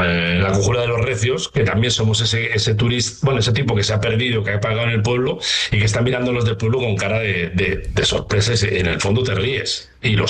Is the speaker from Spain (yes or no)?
yes; Barcelona, Catalonia, Spain; yo nací en Barcelona, pero con 10 años nos fuimos a vivir a un pueblecito al lado de Barcelona.